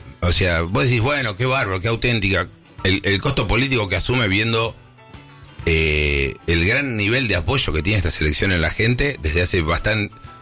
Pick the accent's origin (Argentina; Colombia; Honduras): Argentina